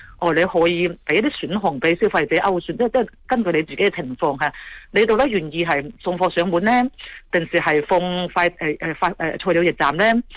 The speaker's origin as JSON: {"language": "Cantonese", "region": "Guangdong", "country": "China", "accent": "Cantonese", "said": "我哋廣東話俗話都話邊有咁大嘅鴿乸隨街跳啊？"}